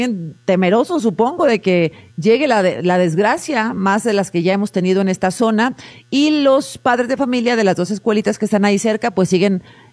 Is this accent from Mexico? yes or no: yes; Mexico